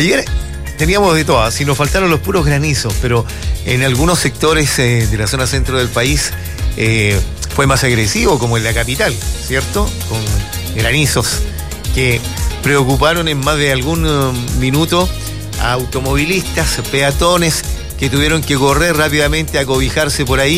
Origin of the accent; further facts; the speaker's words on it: Chile; me considero tan chileno, quiero tanto mi país